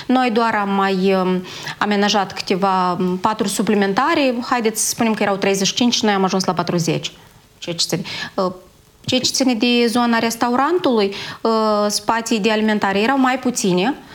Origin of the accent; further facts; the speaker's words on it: Molovata Nouă, Dubăsari District, Moldova; Eu sunt de Baștină din Mulovata Nouă.